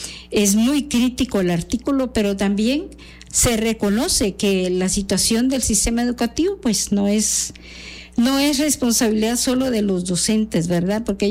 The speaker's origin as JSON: {"language": "Spanish", "country": "Guatemala", "said": "como guatemaltecos y guatemaltecas"}